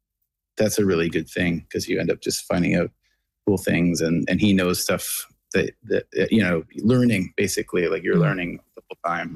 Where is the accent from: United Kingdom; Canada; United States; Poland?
Canada; Clark's Harbour, Nova Scotia; Because it was always the Shag Harbor, and I always knew the town as Clark's Harbor